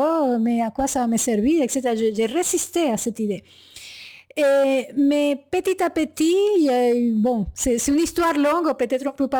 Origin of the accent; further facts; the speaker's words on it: Venezuela; C'est que je suis déjà née dans une tradition. Et je viens des Indiens guajiros, du Venezuela.